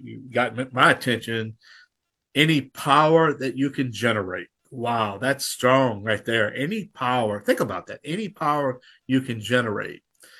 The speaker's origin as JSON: {"language": "English", "region": "Louisiana", "country": "United States"}